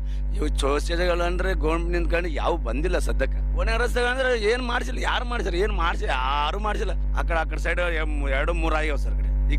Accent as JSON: {"language": "Kannada", "town": "Ganamooru", "region": "Karnataka", "country": "India", "said": "ಇಲ್ಲಿ ನಮ್ಮೂರಂದ್ರೆ 5 ಜನ ಸರ್."}